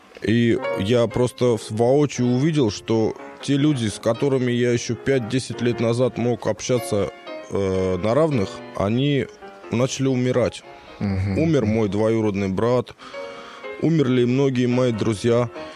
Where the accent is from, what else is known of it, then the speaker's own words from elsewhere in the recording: Kyzylorda, Kyzylorda Region, Kazakhstan; я родом из Южного Казахстана, с Кызылорды. Многие радиослушатели знают такой город. И всю жизнь я прожил на берегу Аральского моря.